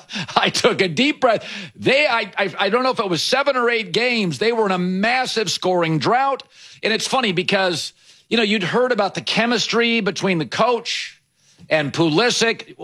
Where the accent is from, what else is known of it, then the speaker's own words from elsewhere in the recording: United States; because I'm the American media member that always has very conservative expectations.